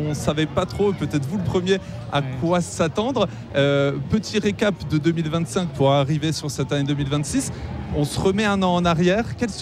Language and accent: French; Lyon, Auvergne-Rhône-Alpes, France; à Blandan, comme on dit ici quand on est lyonnais.